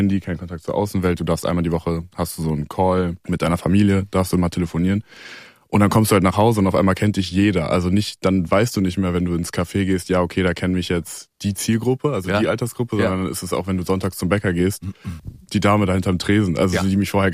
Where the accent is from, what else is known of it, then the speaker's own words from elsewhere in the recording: Melsungen, Hesse, Germany; In Kassel, also Nähe Kassel, Melsungen heißt das.